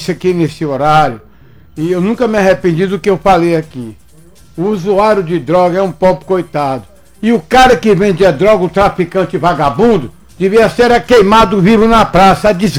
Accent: Brazil; Eu fico triste como brasileiro

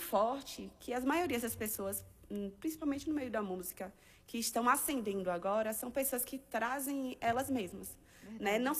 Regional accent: Northeast Region, Brazil; eu sou do Nordeste, eu sou do forró.

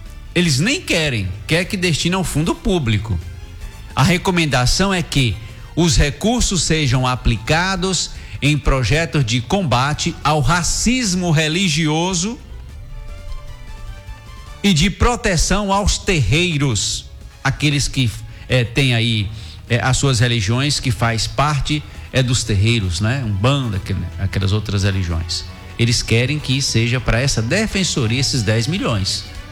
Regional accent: Bahia, Brazil; nós somos nordestinos, nós somos baianos, trabalhadores.

